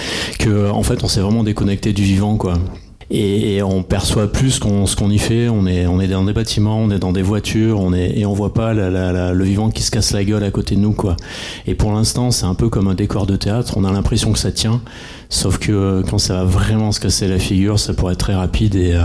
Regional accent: Cornas, Auvergne-Rhône-Alpes, France; parce que je viens de Cornas, un village qui est juste à côté de Saint-Péret.

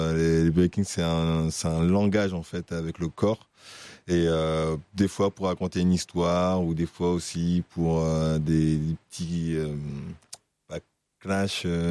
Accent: France; nous sommes français peut-être.

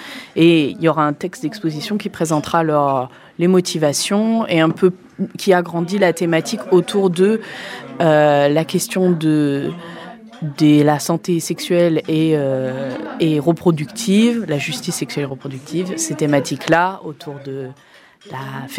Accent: Die, Auvergne-Rhône-Alpes, France; moved away as an adult; also born or lived in Montpellier; Alors moi, je suis née à Die en 1999. J'ai fait mon collège-lycée à Die. Et ensuite, j'ai commencé les Beaux-Arts à Montpellier, dans le sud de la France, là où j'ai fait 5 ans d'études.

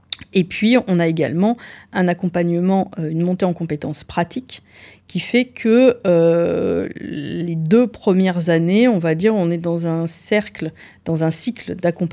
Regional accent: Auvergne-Rhône-Alpes, France; moved away as an adult; now in Valence, France; Non, je suis auvergnate. Je suis arrivée sur Valence il y a maintenant une vingtaine d'années.

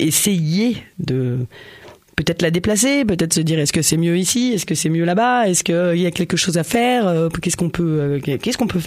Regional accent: La Motte-en-Bauges, Auvergne-Rhône-Alpes, France; Et moi, je suis de la Motte en Bauges également.

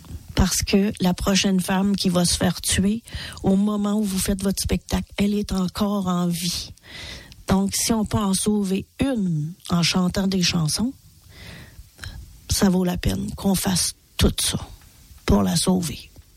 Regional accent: Quebec, Canada; on va ramasser nos grammans, comme on dit chez nous au Québec

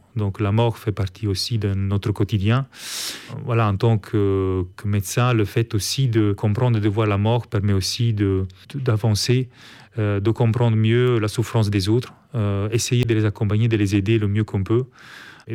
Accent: Italy; accent: Italian; French is a second language; moved away as an adult; now in Brussels, Belgium; Et de mon accent, vous avez compris, je ne suis pas belge, je suis en fait italien et je suis en Belgique depuis 2001, donc ça fait 23 ans, 22 ans en fait à Erasmus.

